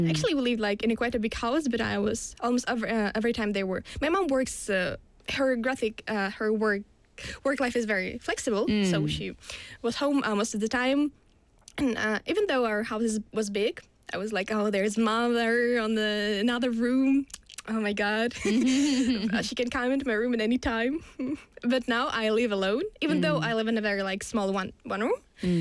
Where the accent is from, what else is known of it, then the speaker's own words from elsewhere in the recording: Russia; English is a second language; now in South Korea; And actually, in my hometown, really, Russia is really spacious because there is a lot of space and a very little amount of people.